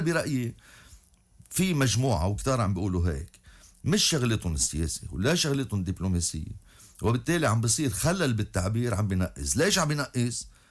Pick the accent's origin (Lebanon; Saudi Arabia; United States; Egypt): Lebanon; كلبنانيين،